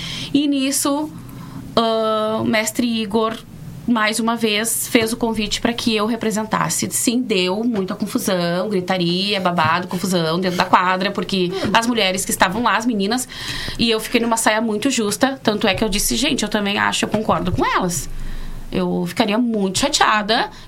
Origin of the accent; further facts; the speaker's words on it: Rio Grande do Sul, Brazil; gaúcha, sou do Rio Grande do Sul